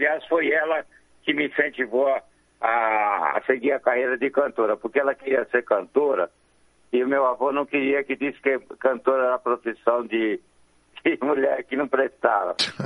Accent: São Paulo, Brazil; born there; Nasci no bairro do Belenzinho, aqui em São Paulo. Lá em São Paulo, que eu estou em Campinas, né? Bairro do Belenzinho.

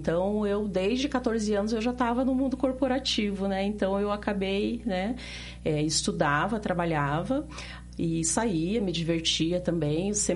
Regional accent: Curitiba, Paraná, Brazil; Passei. Passei toda a minha infância, a juventude aqui em Curitiba.

